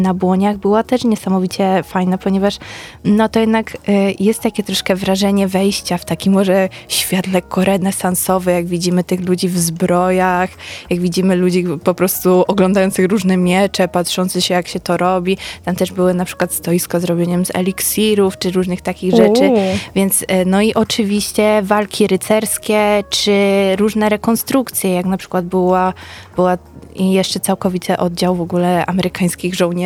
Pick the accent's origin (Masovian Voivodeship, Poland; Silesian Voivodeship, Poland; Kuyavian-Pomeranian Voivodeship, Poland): Silesian Voivodeship, Poland; Bielsko-Biała; pomimo tego, że jestem z Bielska